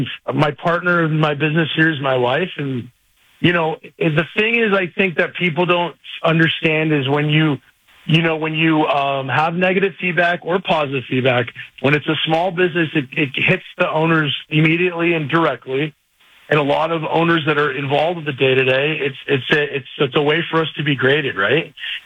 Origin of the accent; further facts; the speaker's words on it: New York, United States; moved away; We're from New York